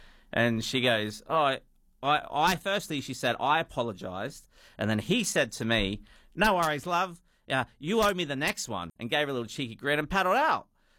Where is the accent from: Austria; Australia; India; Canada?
Australia; Sunshine Coast, Queensland; born there; also born or lived in South Australia; I grew up on the Sunny Coast, and if you're going to live on the Sunshine Coast, you've got to enjoy the beaches